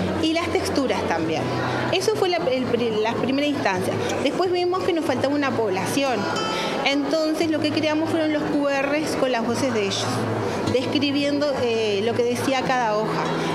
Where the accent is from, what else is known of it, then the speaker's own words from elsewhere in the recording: Montevideo, Uruguay; moved away as an adult; now in Flores, Uruguay; Yo soy de Montevideo y en el 2010 me fui a vivir a Flores.